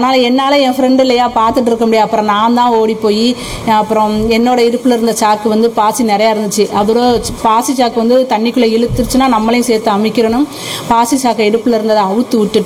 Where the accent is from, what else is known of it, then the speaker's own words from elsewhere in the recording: Narikuzhi, Tamil Nadu, India; born there; நான் பிறந்த ஊர் வந்து நரிக்குழி அப்படின்னு ஒரு கிராமத்தில் தான் நான் பிறந்தேன்.